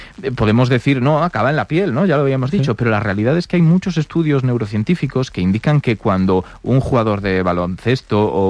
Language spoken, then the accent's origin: Spanish; Galicia, Spain; yo es que soy gallego, ¿eh?